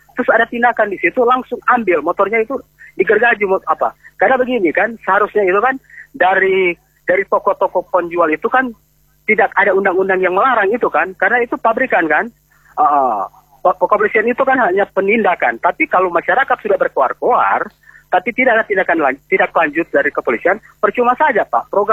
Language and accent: Indonesian; North Sulawesi, Indonesia; saya juga orang Minahasa Selatan, tapi saya tahu informasi begini.